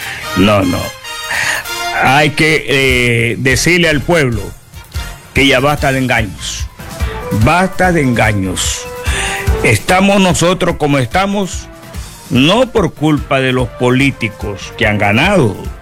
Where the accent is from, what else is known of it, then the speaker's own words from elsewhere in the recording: El Oro, Ecuador; Nuestros amables oyentes aquí en Machala, buenos días en mi provincia del Oro, buenos días en mi país Ecuador